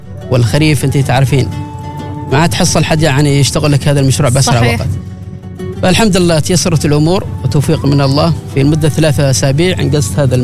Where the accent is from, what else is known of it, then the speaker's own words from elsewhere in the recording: Oman; صار نحن كعمانيين البيت الثالث، يعتبر البيت الاول هو بيتك، البيت الثاني هو العمل، البيت الثالث يعتبر ركن القهوه.